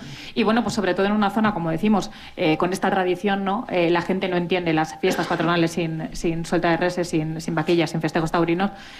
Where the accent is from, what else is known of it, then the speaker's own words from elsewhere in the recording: Arenas de San Pedro, Castile and León, Spain; Yo soy de Arenas de San Pedro